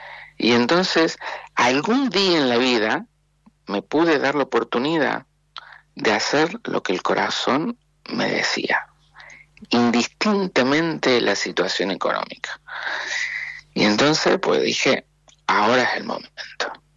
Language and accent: Spanish; Argentina; moved away; Yo me fui de Argentina sobre todo por el problema de seguridad.